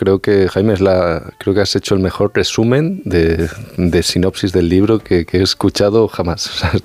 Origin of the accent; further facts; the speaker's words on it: Extremadura, Spain; Yo soy extremeño, ¿vale? No exactamente de Puerto Rico ni de esa zona, pero bueno, soy extremeño.